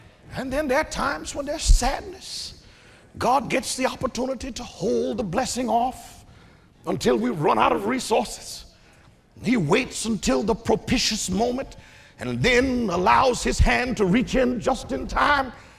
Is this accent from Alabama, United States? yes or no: yes; Mobile, Alabama, United States; I'm from Mobile, Alabama. We are surrounded by water. So water is second nature to me.